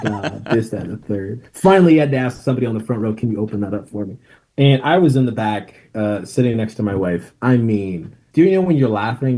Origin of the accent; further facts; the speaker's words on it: Tanzania; I'm from Tanzania, East Africa